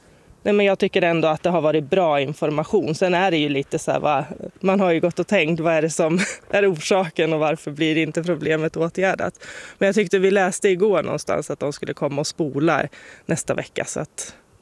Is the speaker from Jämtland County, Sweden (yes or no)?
no; Örebro, Örebro County, Sweden; vi kommer från Örebro.